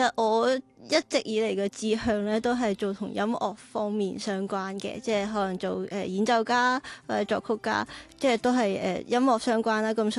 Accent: Macau; moved away as an adult; also born or lived in Beijing, China; now in Guangzhou, China; 咁我係嚟自澳門，係澳門土生土長嘅。

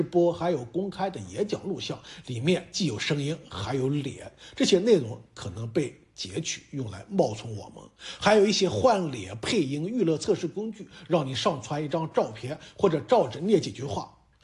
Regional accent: Hong Kong; 始终我哋作为一个土生土长嘅香港人，我哋都要善用自己优势

